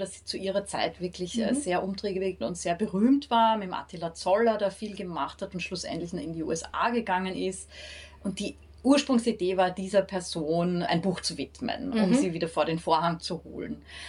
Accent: Austria; gerade als Österreicherin

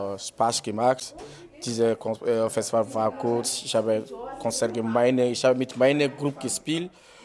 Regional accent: Burkina Faso; German is a second language; ich komme aus Burkina Faso.

